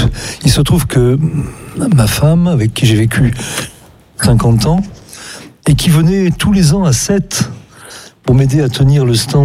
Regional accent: Occitanie, France; now in Aubervilliers, France; Non, je suis né dans les Cévennes. Oui. J'ai passé mon enfance, mais j'habite à Aubervilliers.

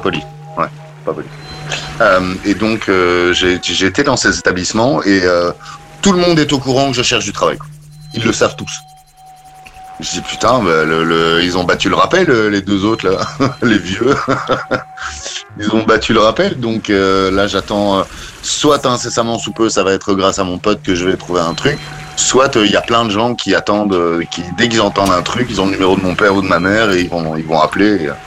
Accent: Belgium; je suis en Provence et je suis descendu, je suis belge, je suis descendu dans le sud de la France

